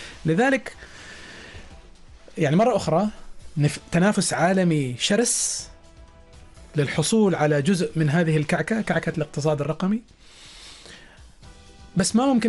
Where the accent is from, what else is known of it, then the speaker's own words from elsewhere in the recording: Oman; عندنا في عمان